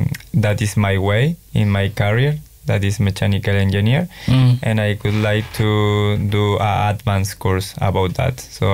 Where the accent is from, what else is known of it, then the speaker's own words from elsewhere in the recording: Chile; English is a second language; moved away as an adult; also born or lived in Germany; now in Melbourne, Australia; I am from Chile. I am from Chile, and I left Chile around 8 years. So I went for first time to Germany to live there around 4.5 years.